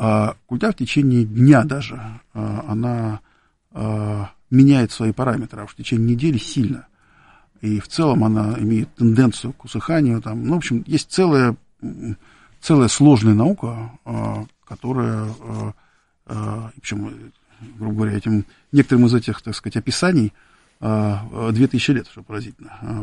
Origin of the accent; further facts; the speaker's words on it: Abramtsevo, Moscow Oblast, Russia; у нас на даче, где мы выросли, была в Абрамцево, и мы довольно часто ездили тогдашний Загорск.